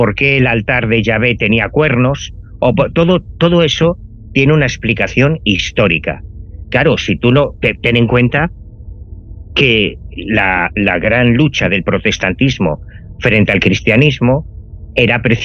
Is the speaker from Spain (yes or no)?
yes; Spain; o yo soy español y podemos leer en castellano